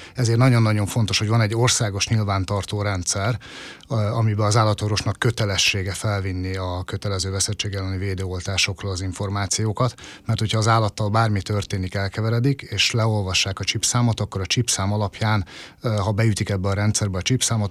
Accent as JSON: {"language": "Hungarian", "town": "Paks", "region": "Tolna", "country": "Hungary", "tie": "born or raised there", "said": "Pakson is születtem, 1978-ban és 22 éve dolgozom állatorvosként Pakson."}